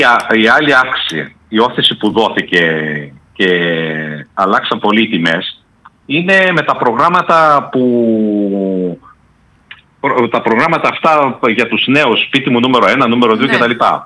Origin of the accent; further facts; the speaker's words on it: Greece; επειδή είμαστε Έλληνες